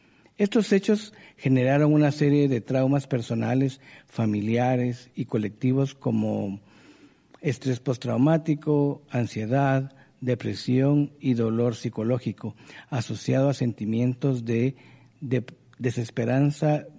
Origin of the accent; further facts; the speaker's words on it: Guatemala; soy psicólogo guatemalteco